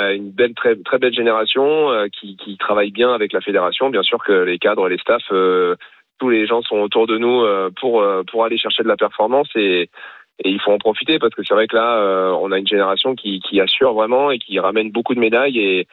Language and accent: French; Normandy, France; je suis normand